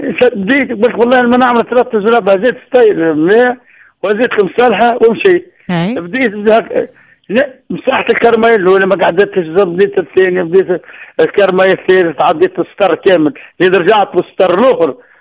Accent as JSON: {"language": "Arabic", "region": "Kairouan Governorate", "country": "Tunisia", "said": "الفلاح نتاعنا نتاع القروان ولايه القروان"}